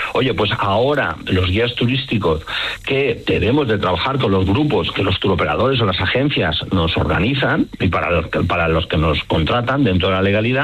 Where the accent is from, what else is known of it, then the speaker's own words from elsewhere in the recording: Balearic Islands, Spain; A ver, yo soy mallorquín, entiendo muy bien lo que está pasando en las islas.